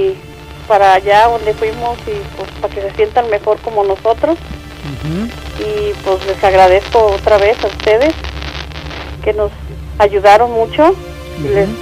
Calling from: Villa Corona, Jalisco, Mexico; De aquí, del municipio de Villacorona.

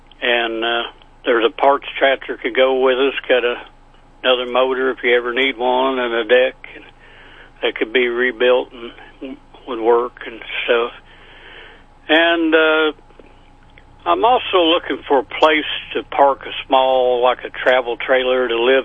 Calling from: Marceline, Missouri, United States; Marceline.

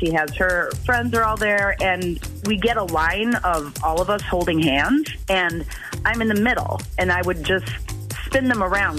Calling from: McFarland, Wisconsin, United States; I'm from McFarland.

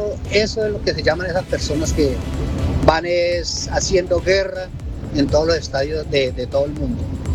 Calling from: Colombia; para mí como colombiano y colombiano orgulloso que siempre me he sentido

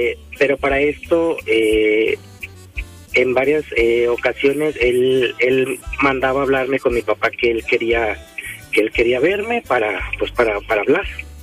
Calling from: Tonalá, Jalisco, Mexico; De aquí de Tonalá.

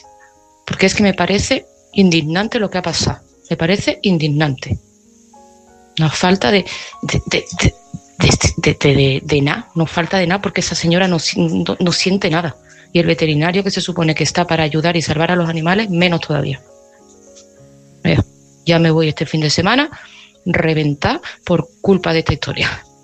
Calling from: Seville, Andalusia, Spain; de Sevilla y este mensaje va para Mari Carmen.

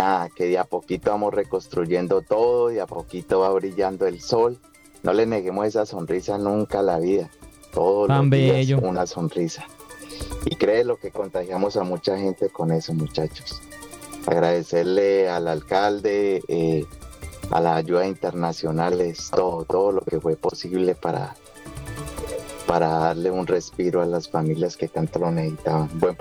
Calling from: Cali, Valle del Cauca, Colombia; de nosotros mismos como colombianos, de nosotros mismos como caleños.

